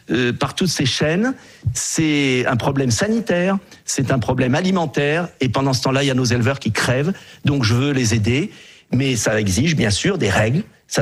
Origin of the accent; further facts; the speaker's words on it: France; Je suis français, donc je ne me permettrai pas d'intervenir dans la vie des pays.